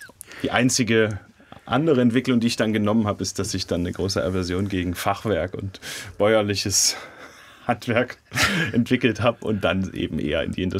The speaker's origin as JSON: {"language": "German", "town": "Jena", "region": "Thuringia", "country": "Germany", "tie": "born or raised there", "said": "Ich bin in Jena-Priesnitz groß geworden."}